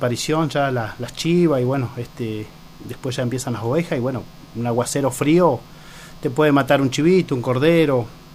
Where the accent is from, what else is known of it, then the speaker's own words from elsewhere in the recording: Río Negro, Argentina; also born or lived in Ingeniero Jacobacci / San Carlos de Bariloche; Yo nací en Ingenieros Jacobacci, nací. Así que bueno, soy nacido de ahí, bueno, después me crié un poco acá en Bariloche y bueno, y después más toda mi vida casi en el campo.